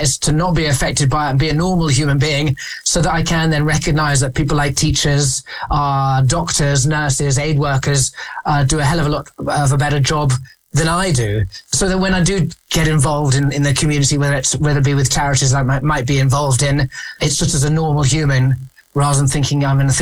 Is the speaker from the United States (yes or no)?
no; England, United Kingdom; And as English men in boarding school, I found I had the, you know, feelings, emotions, which just was very hard to convey in normal everyday life.